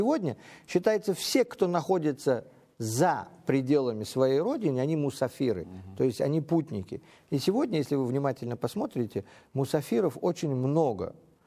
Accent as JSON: {"language": "Russian", "country": "Uzbekistan", "tie": "born or raised there"}